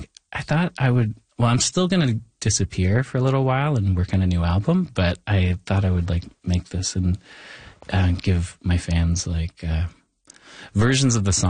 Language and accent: English; Thunder Bay, Ontario, Canada; And I bring that back even to growing up in Thunder Bay, where, like, you know, it There is, like, you know, a lot of tensions between the Indigenous and non-Indigenous communities up there.